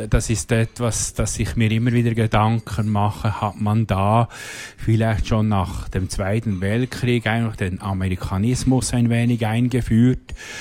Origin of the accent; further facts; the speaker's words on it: Switzerland; Da müsste ich als Schweizer schon fast den Antrag stellen, bei unserer Gemeinde euch einzubürgern, oder?